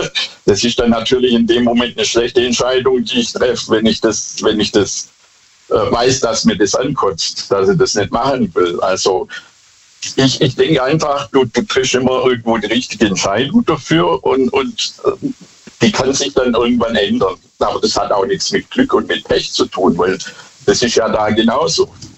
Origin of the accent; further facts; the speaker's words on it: Bad Boll, Baden-Württemberg, Germany; ich komme aus Bad Boll.